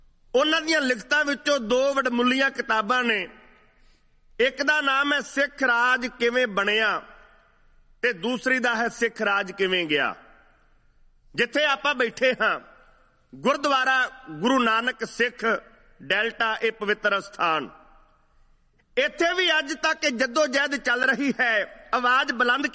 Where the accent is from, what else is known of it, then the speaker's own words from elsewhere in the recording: Punjab, India; now in Canada; ਉੱਥੇ ਇਹ ਧਰਤੀ ਕੈਨੇਡਾ ਦੀ, ਜਿੱਥੇ ਆਪਣੀ ਉਪਜੀਵਿਕਾ ਆਪਣੇ ਪਰਿਵਾਰ ਦੀ ਪਾਲਣਾ ਪੋਸ਼ਣਾ ਕਰਨ ਵਾਸਤੇ ਅਸੀਂ ਪੰਜਾਬ ਤੋਂ ਚੱਲ ਕੇ ਆਏ ਹਾਂ